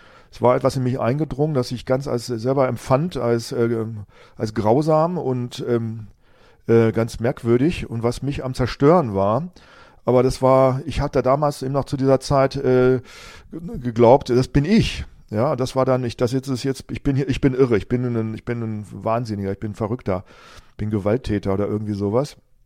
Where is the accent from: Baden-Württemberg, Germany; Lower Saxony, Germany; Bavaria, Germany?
Lower Saxony, Germany; Rinteln; meiner damaligen Heimatgemeinde quasi meine Geburts- und Kinderstube, Geburtsgemeinde und Kinderstube, wo ich aufgewachsen bin. Das war meine Familie, die Jesusgemeinde in den Rinteln